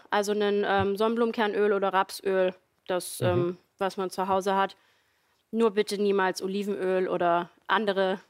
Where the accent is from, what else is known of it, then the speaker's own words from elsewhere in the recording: Thuringia, Germany; Und ja, ich komme aus Thüringen. Von daher dürfen auch Klöße eigentlich das ganze Jahr bei mir Einzug in meiner Küche erhalten.